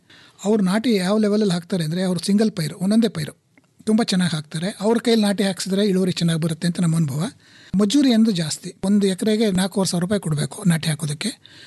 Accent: Mysore, Karnataka, India; ವಿದ್ಯಾಭ್ಯಾಸ ನಾನು primary school ನಮ್ಮೂರಿನಲ್ಲೇ ಓದಿದೆ, ಮಿಡ್ಲ್ ಸ್ಕೂಲಿಂದ ಮೈಸೂರಿಗೆ ಶಿಫ್ಟ್ ಆಯಿತು.

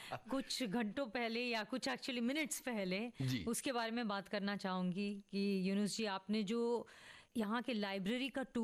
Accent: Pune, Maharashtra, India; born there; मैं एक्चुअली पुणे में पैदा हुई थी

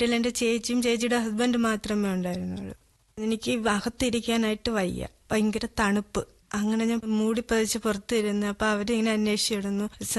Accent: Kerala, India; also born or lived in Attingal / Varkala; സ്വദേശമായിട്ടിങ്ങൾ വഹം ചെയ്തുകൊണ്ട് വന്നത് പെരുക്കട.

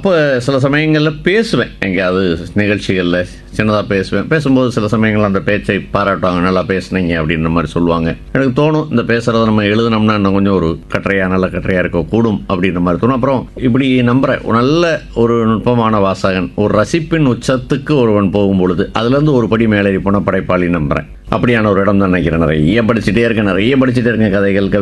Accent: Madurai, Tamil Nadu, India; நான் மதுரைதானுடைய சொந்த ஊர். ஆனால் என்னுடைய அப்பா இங்கே சென்னையில் பணிபுரிந்தார்

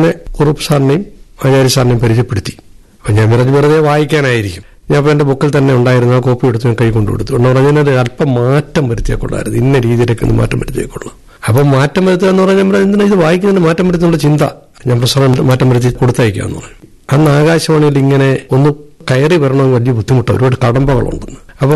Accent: Kerala, India; എന്റെ നാട്ടിലെ പുന്നമുക്കലെ കാർത്തികൻ മൊരാടി എന്ന് പറയുന്ന അദ്ദേഹത്തിന്റെ ചായക്കടയിൽ 6 വയസ്സിലാണ് ഞാൻ കാണുന്നത്.

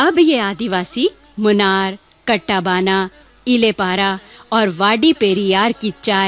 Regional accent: Kerala, India; now in Delhi, India; बचपन तो मेरा केरल में बीता था, मगर बाद में मैं दिल्ली चली आई।

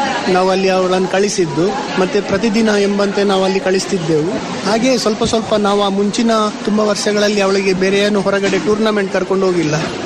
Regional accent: Mangalore, Karnataka, India; ನಾನು ಮಂಗಳೂರಿಂದ ಬಂದಿದ್ದೀನಿ.

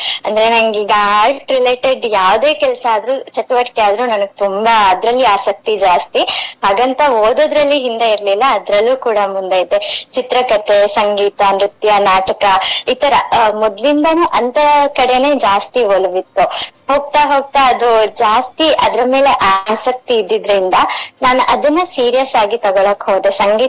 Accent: Koppa, Karnataka, India; now in Bengaluru, India; ಮೂಲತಃ ನಾನು ಚಿಕ್ಕಮಗಳೂರಿನ ಕೊಪ್ಪ ತಾಲೂಕಿನವರು. ಪ್ರಸ್ತುತ ನಾನು ಬೆಂಗಳೂರಿನಲ್ಲಿ ಕೆಲಸ ಮಾಡ್ತಾ ಇದ್ದೀನಿ.

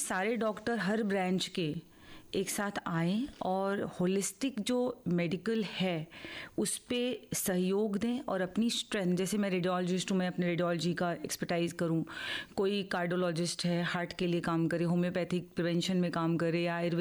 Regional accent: Uttar Pradesh, India; क्योंकि वो female foeticide से शुरू हुआ था, क्योंकि हम उत्तर प्रदेश से हैं, राजस्थान हुआ या हरियाणा हुआ

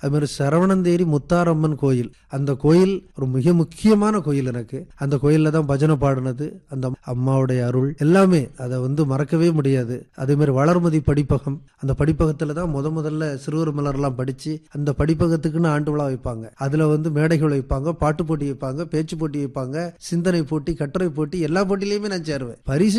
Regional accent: Tamil Nadu, India; அதுதான் எங்க ஊர், எங்க அம்மா பிறந்த ஊர், நான் பிறந்த ஊரும் அந்த ஊர் தான் என்ன தாலாட்டி வளர்த்துச்சுன்னு சொல்லணும். அந்த மண்ணு வந்து ரொம்ப சிறந்த மண்ணு, தேரின்ங்கிறது பாலை நிலம் தான்

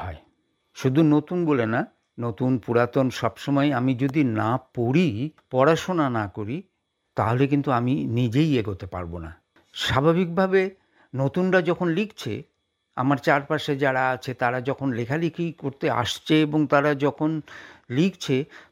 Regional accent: our district, West Bengal, India; আমাদের সেই কুমারগঞ্জে যে ব্লকটা আছে আমাদের জেলার

